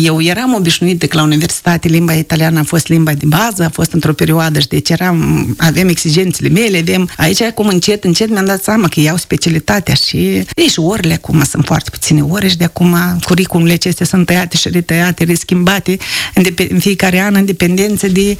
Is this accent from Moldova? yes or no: yes; Moldova; a văzut că sunt doi oameni din Moldova